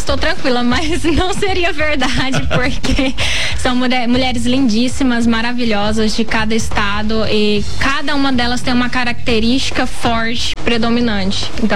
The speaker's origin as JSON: {"language": "Portuguese", "town": "Camapuã", "region": "Mato Grosso do Sul", "country": "Brazil", "tie": "born or raised there", "accent": "strong accent (porta, porteira, portão)", "said": "o pessoal de interior, que eu sou de Camapuã"}